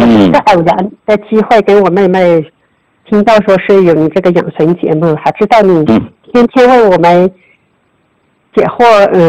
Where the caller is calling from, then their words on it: Chuxiong, Yunnan, China; 我出生在1972年。